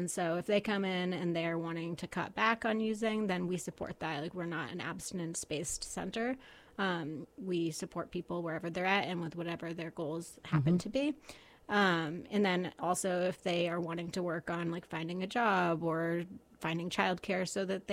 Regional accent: Worcester, Vermont, United States; And as I said, I grew up here in Vermont. I grew up right over near the Worcester Trailhead and spent a lot of time in nature, and was very tied into the Central Vermont community, having grown up here. I moved away for a lot of my young adulthood

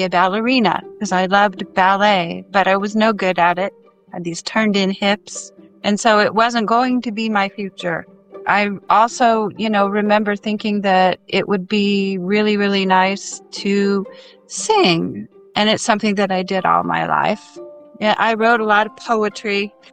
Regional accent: Moraga, California, United States; also born or lived in Oakland, California / Orinda, California; I was born in Oakland, California, but then I was adopted shortly after that and migrated over to the other side of the Oakland Hills, the suburbs of Moraga and Orinda, which is a pretty well-heeled upbringing in the suburbs there.

